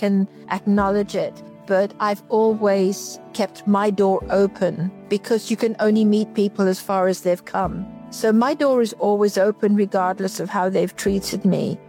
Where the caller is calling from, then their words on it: Norwich, East of England, United Kingdom; I'm calling from Norwich in England.